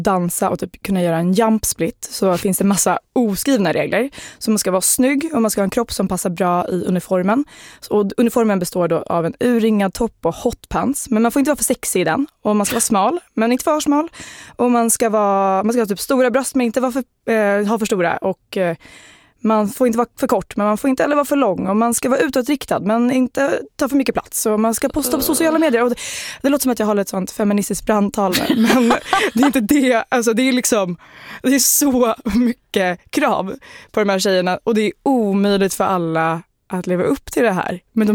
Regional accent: Sweden; som svensk

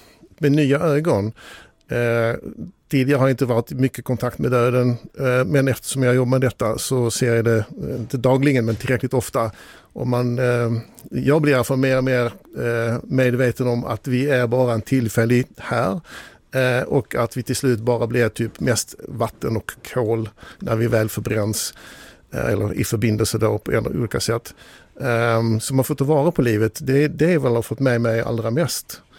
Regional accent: Netherlands; Vi är ärliga holländare och tycker att det här är viktigt att öppna med alla data.

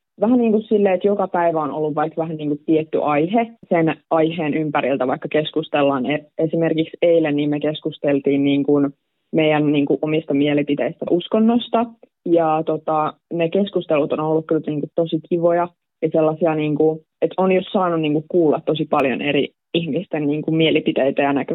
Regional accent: Seinäjoki, South Ostrobothnia, Finland; mä oon niinku Seinäjoelta

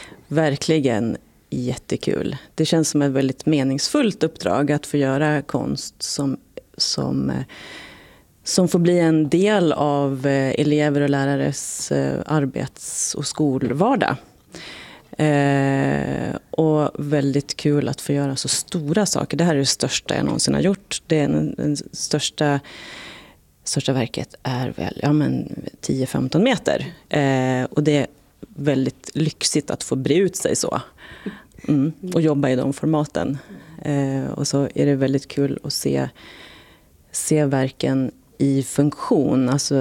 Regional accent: Ås, Jämtland County, Sweden; now in Trondheim, Norway; Och jag kommer ju från Ås och jag har gått på den här skolan själv.

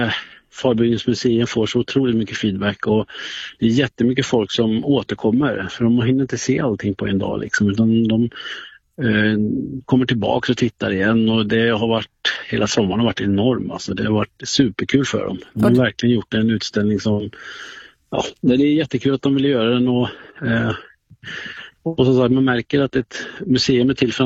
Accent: Skara, Västra Götaland County, Sweden; Jag är uppvuxen i Skara och det vet ju vem som kommer därifrån.

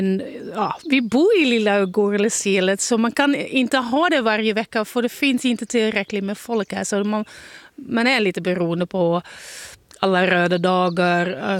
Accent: Netherlands; now in Sweden; jag är från Nederländerna

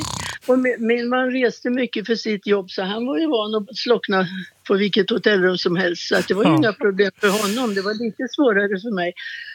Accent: Uppland, Sweden; also born or lived in Gothenburg / Malmö / Kävlinge; Men jag är från Uppland, så att, även om jag är född i Göteborg. Så jag pratar inte skånska. Jag har bott i Malmö.

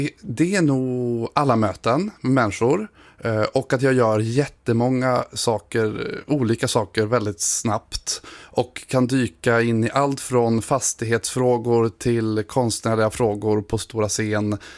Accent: Ångermanland, Sweden; moved away as an adult; now in Norrköping, Sweden; jag är från Ångermanland, precis.

